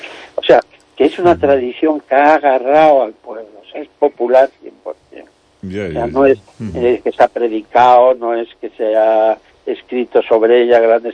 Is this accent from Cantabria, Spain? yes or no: yes; Santillana del Mar, Cantabria, Spain; moved away; yo soy cántabro, he estado muchos años fuera.